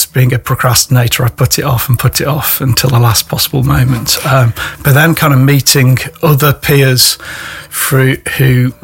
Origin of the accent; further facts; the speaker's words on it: West Midlands, United Kingdom; now in Nottingham, United Kingdom; I was brought up a little village in Staffordshire with my parents, and they took me to and my brother and sister to a Methodist church as we grew up